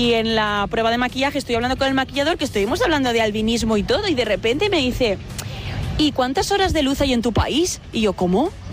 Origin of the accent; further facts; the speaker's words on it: Valencian Community, Spain; Digo, mira, es que mi país es el mismo que el tuyo, soy de España, soy valenciana.